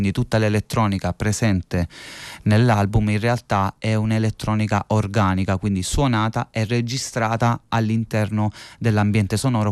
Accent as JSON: {"language": "Italian", "town": "Cataforio", "region": "Calabria", "country": "Italy", "tie": "born or raised there", "moved": "as an adult", "said": "Parto dal dialetto del mio paese, che si chiama Cataforio, in Aspromonte, il paese dove sono nato e cresciuto fino a 23 anni."}